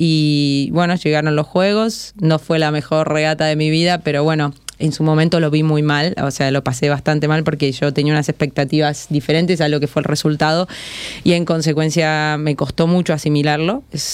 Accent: Argentina; Yo soy de Argentina, para el que no se dio cuenta del acento.

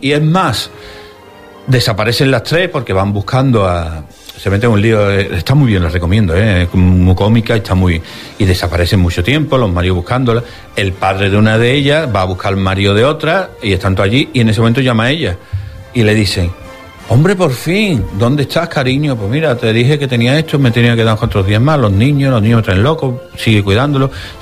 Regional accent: Seville, Andalusia, Spain; somos sevillanos, andaluces

